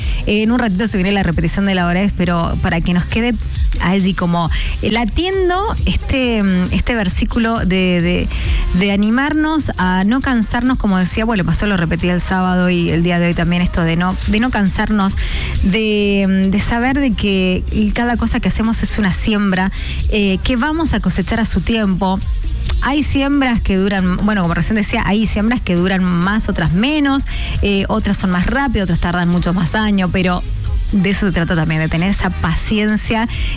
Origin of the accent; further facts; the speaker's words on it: Mendoza, Argentina; La yapa, que como los argentinos acá, los mendocinos decimos, es la yapa, el extra.